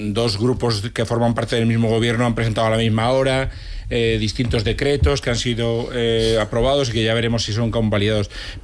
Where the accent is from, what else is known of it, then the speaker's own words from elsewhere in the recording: Ferrol, Galicia, Spain; además somos medio de Ferrol los dos